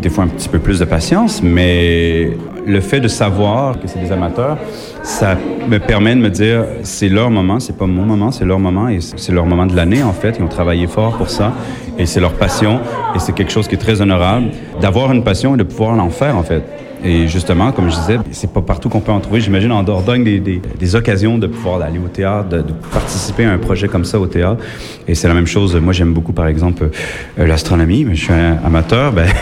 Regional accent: Quebec, Canada; moved away as an adult; also born or lived in Switzerland; now in Paris, France; je suis originaire du Québec. Donc, la raison pourquoi je me suis installé à Paris, c'est parce qu'on voyage beaucoup.

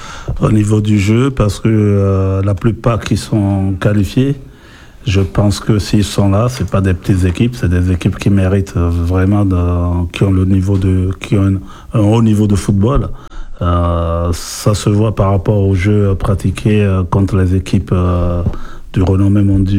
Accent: France; Sans oublier qu'on est français

